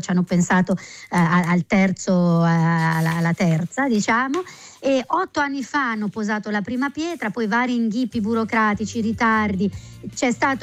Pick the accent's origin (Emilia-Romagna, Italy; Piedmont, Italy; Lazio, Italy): Emilia-Romagna, Italy; Bologna; Io sono pure bolognese